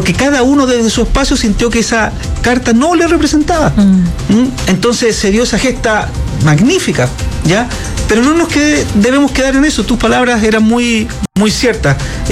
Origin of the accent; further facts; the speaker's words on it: San Miguel, Santiago Metropolitan Region, Chile; born there; Yo nací en San Miguel.